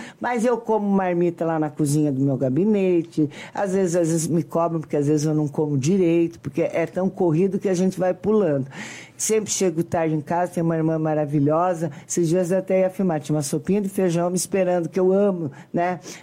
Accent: São José dos Pinhais, Paraná, Brazil; born there; Eu nasci, moro em São José dos Pinhais

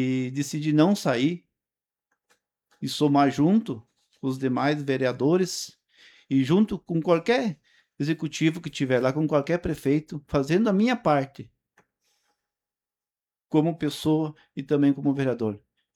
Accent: Rodeio Bonito, Rio Grande do Sul, Brazil; now in Santa Bárbara do Sul, Brazil; Eu sou natural de Rodeio Bonito. Cheguei aqui em Santa Bárbara em 98.

